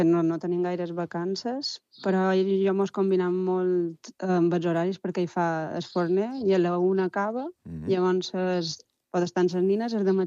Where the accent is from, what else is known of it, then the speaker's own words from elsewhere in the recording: Bunyola, Balearic Islands, Spain; nosaltres som de Bunyola